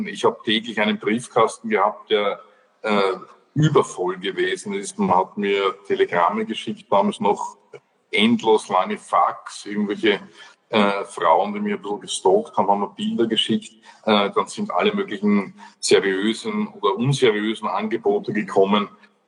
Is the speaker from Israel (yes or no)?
no; Austria